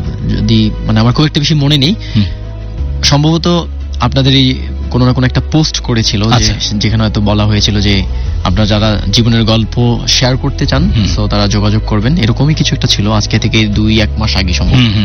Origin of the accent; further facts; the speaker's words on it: Nilphamari, Rangpur Division, Bangladesh; আমার দেশের বাসা হচ্ছে নীলফামারীতে।